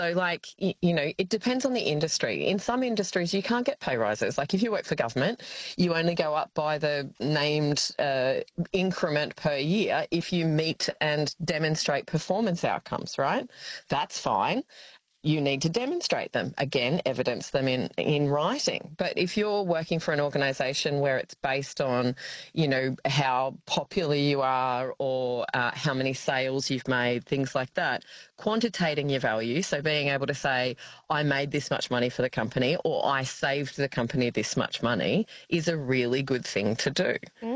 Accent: Australia

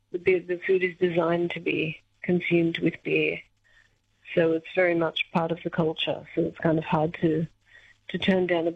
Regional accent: Australia; now in Czechia; And, you know, as an Australian, 41 isn't such a big deal for me

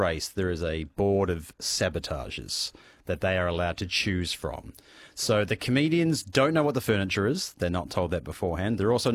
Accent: New Zealand; moved away as an adult; You know, I'm from New Zealand originally, and New Zealand, up until I think maybe 6 months ago, didn't have an IKEA. So I didn't grow up with IKEA being the sort of cultural staple that it is. But then I moved here in 2005 as a fresh-faced 20-year-old

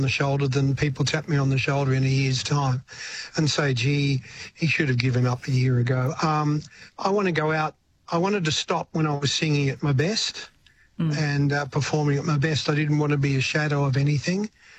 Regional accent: Australia; accent: Australian; "Well, I sort of am. I am Australian."

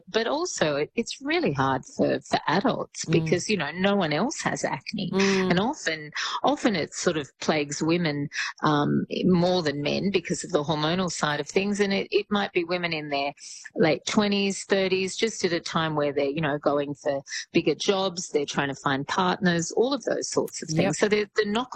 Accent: New South Wales, Australia; Yes, I'm from the Central Coast, Gary, so I understand what you're saying.

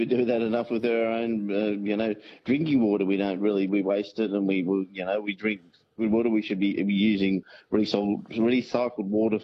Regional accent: Waterloo, New South Wales, Australia; now in Cairns, Australia; from Waterloo. So, yeah.

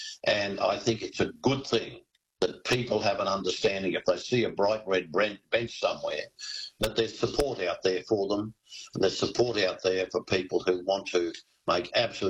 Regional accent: Millmerran, Queensland, Australia; my hometown of Millmerran.

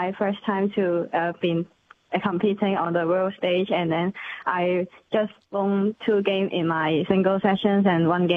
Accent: Hong Kong; Hong Kong, China.

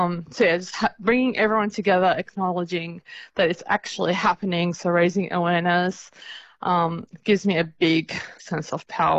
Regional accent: Syria; also born or lived in Lebanon; now in Broome, Australia; So I was born and raised in the Syria and Lebanon and different parts of the Middle East. So I have a lot of family and friends there. And being in Broome, being so far away from it

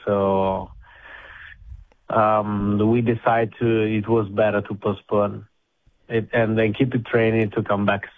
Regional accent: Milan, Lombardy, Italy; moved away as an adult; now in Coral Bay, Australia; I grew up in Milan

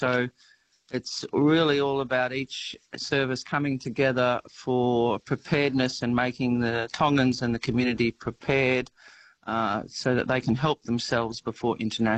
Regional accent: Queensland, Australia; And of course, I went to the Barrier Reef from Queensland. I grew up in Queensland. So I really haven't looked back.

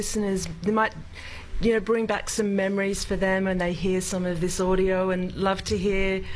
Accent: Lismore, New South Wales, Australia; I did. You know, I grew up in around Lismore, so we didn't have a lot of choice, and we listened to the ABC.

